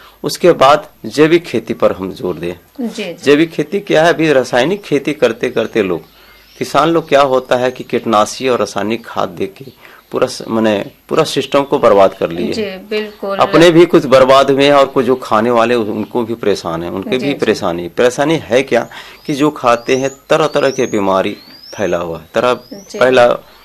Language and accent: Hindi; Hazaribagh district, Jharkhand, India; ग्राम अमनारी सदर ब्लॉक हजारीबाग जिला से निवासी हूँ।